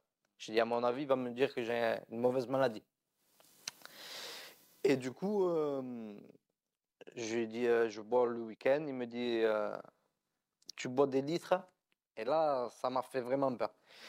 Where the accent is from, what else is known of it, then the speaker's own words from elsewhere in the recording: Narbonne, Occitanie, France; Donc du coup, après à l'âge de 12-13 ans, j'ai voulu suivre mon père sur Sigean. Parce qu'à la base, j'étais de Narbonne.